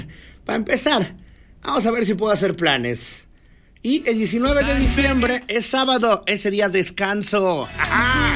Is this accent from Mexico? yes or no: yes; Mexico; somos mexicanos